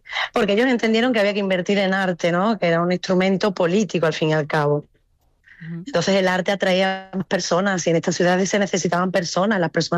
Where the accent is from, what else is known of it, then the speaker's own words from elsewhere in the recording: Huelva, Andalusia, Spain; moved away as an adult; now in Florence, Italy; Soy de Huelva.